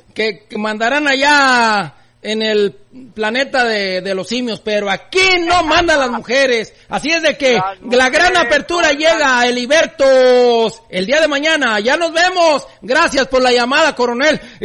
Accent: Mexico; Todos somos mexicanos, sean hombres y mujeres.

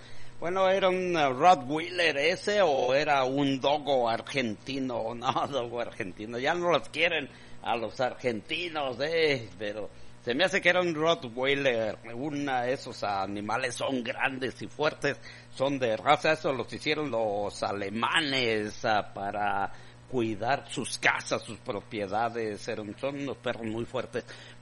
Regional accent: Acámbaro, Guanajuato, Mexico; born there; moved away; allá en la feria de mi pueblo, allá Acámbaro, Guanajuato

